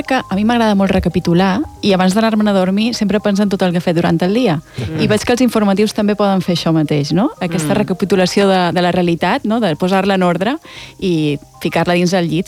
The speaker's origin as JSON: {"language": "Catalan", "area": "Mallorca", "region": "Balearic Islands", "country": "Spain", "moved": "as an adult", "lives_now": "Barcelona, Spain", "said": "Jo que som de Mallorca o som de Barcelona? Clar, no ho sé. Durant la pandèmia molta gent m'ho deia. Com així no te'n vas a ca teva? I jo fa 25 anys que visc a Barcelona, que és ca meva, no?"}